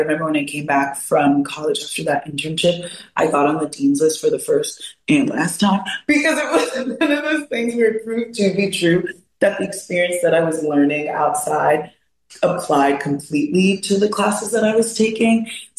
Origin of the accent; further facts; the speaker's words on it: Maryland, United States; I am originally from Maryland. My parents are Panamanian